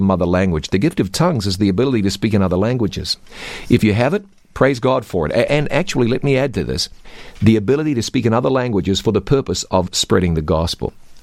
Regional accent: New Zealand; I can speak American and New Zealand. New Zealand's my home country.

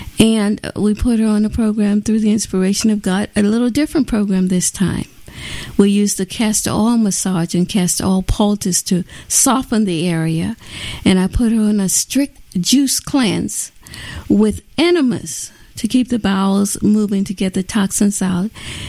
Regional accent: Florida, United States; now in Boston, United States; We're from Florida, and so we moved during the winter. This was December, into Boston area, and so the weather was cold

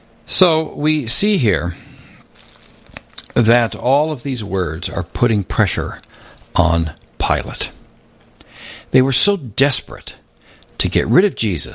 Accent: the South, United States; When I grew up, when I was young and lived in the southern part of the United States

